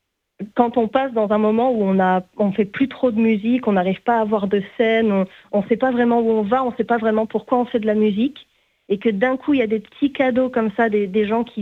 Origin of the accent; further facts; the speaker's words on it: Occitanie, France; je viens du Gard